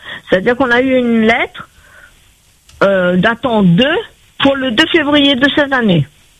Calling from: Mauritius; Mon père était mauricien et moi aussi, je suis une mauricienne. Ma mère était réunionnaise.

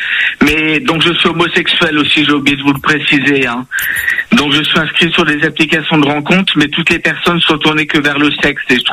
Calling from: Strasbourg, Grand Est, France; j'habite sur Strasbourg en Alsace.

